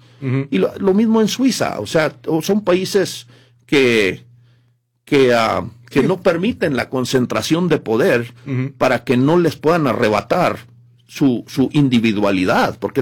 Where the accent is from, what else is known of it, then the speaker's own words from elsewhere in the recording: Chihuahua, Mexico; born there; pues yo nací en Chihuahua y pues realmente me considero mexicano.